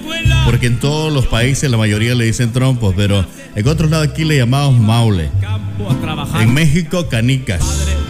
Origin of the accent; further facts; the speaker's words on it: Nueva Segovia, Nicaragua; Nos sintoniza en Panamá. Nosotros somos de Nicaragua, del departamento de Nueva Segovia.